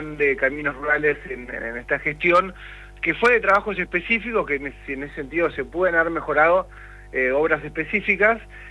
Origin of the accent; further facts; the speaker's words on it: Junín, Buenos Aires Province, Argentina; yo soy acá de Junín, acá en Junín dentro de todo me ha pasado de cuando llueve salís, pero vas a Pergamino y te quedás seguro